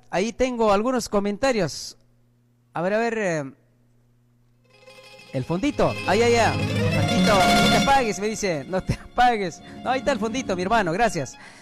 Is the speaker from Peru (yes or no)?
yes; Grau Province, Apurímac, Peru; moved away; hace poquito hemos estado pues en nuestra querida tierra Akira, hemos ido a cumplir con nuestro deber cívico, ¿no? Como todo peruano, tenemos que cumplir con nuestro deber.